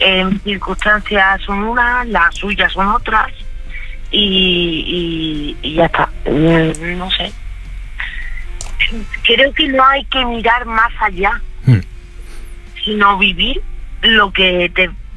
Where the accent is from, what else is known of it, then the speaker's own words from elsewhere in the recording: Badajoz, Extremadura, Spain; Yo soy de Badajoz, él es de Valdepeñas.